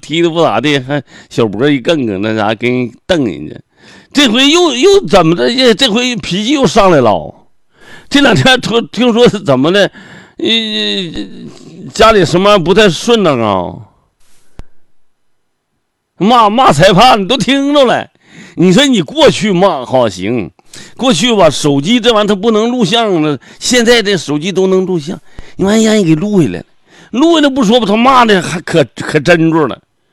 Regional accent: China; 人家我们老家就是这个传统，我们东发乡同发村，同仁的唐村也是这个传统

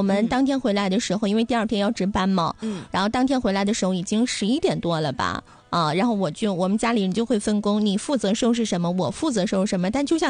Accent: Northeast China, China; moved away; 我们东北人讲究叫出门饺子回门面

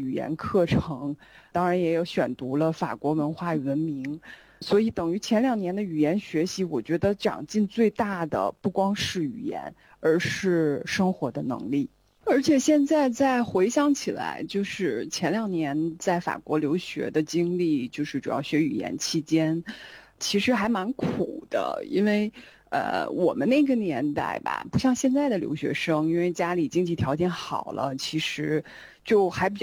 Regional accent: Beijing, China; moved away as an adult; also born or lived in France; 因为我是北京人嘛，从北京过去的

